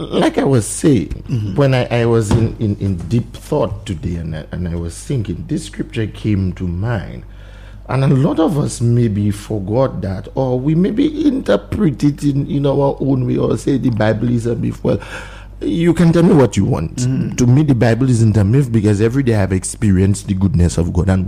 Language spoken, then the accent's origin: English; Dominica; born there; I was born in Princess Margaret Hospital